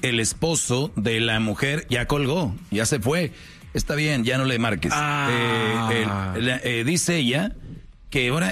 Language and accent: Spanish; Spain; No, yo ya oí, tú no me tienes que traducir lo que dijo la señora, yo soy español.